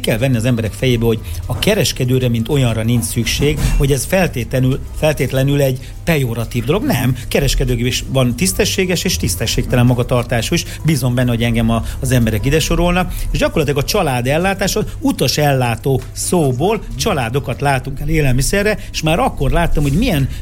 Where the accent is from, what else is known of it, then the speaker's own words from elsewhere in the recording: Hungary; mi magyarok vagyunk, anyuban van egy kis sváb beütés